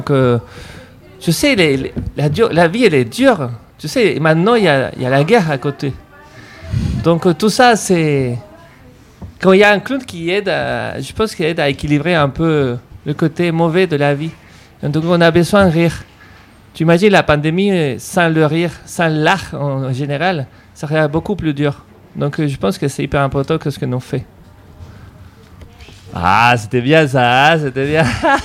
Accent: Chile; moved away as an adult; now in France; moi, je viens de Chili. Oui, il y a quelques années, on a débarqué ici en France.

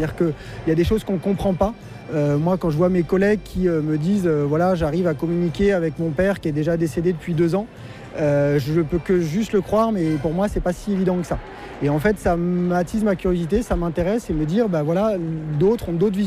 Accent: Auvergne-Rhône-Alpes, France; on est très ancré nous chez nous en Savoie

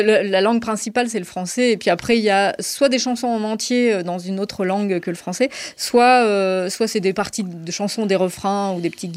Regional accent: France; j'ai grandi en France, je suis née en France, et donc j'écris en français, donc je mélange du français avec d'autres langues.

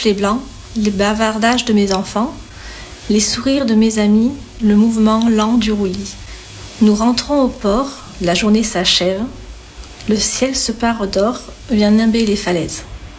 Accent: Provence-Alpes-Côte d'Azur, France; accent: Var accent (centre-Var); C'est l'accent du Var. Moins rude que le Marseillais et moins chantant que le Niçois quand même. C'est le centre-var.

